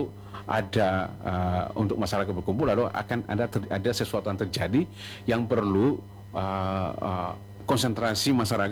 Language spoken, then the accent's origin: Indonesian; Ambon, Maluku, Indonesia; yang kita orang Ambon bilang Opa Loli